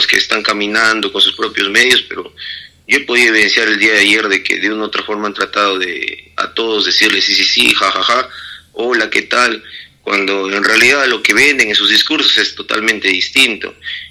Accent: Tocache, San Martín, Peru; born there; tocachino de nacimiento

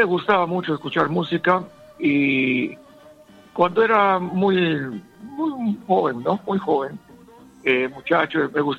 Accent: Rioja Province, San Martín, Peru; moved away as an adult; now in Lima, Peru; Yo soy natural de un distrito de la provincia de Rioja, mi pueblo se llama Yuraquiaco.

